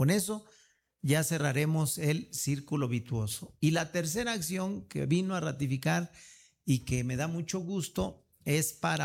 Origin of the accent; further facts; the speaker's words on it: Zacatecas, Mexico; quienes hemos vivido mucha historia, que lo somos muchos zacatecanos.